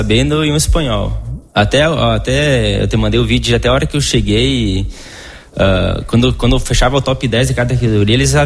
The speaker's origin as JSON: {"language": "Portuguese", "country": "Brazil", "said": "eu sou brasileiro também"}